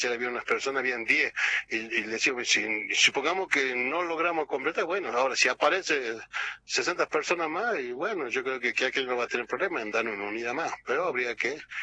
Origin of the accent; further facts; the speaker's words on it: La Quiaca, Jujuy, Argentina; que somos de la Quiaca, que somos de la prelatura.